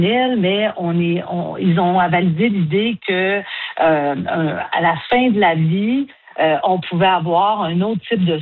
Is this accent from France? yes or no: no; Quebec, Canada; alors que chez nous, au Québec, par exemple